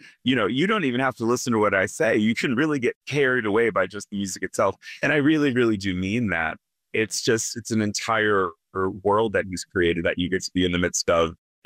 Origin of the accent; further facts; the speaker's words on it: Orlean, Virginia, United States; I've only performed once in my hometown in a tiny village, Orlean, Virginia.